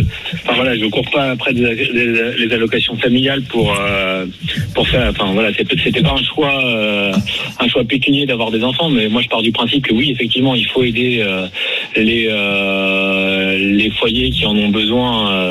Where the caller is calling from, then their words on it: Puteaux, Île-de-France, France; j'habite à Puteaux. Une ville où, on est plutôt bien dans nos dans les services et dans les infrastructures.